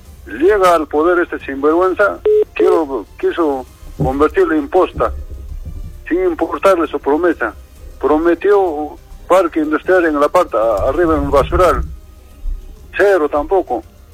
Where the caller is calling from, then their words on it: Arequipa, Peru; Soy de Mariano Melgar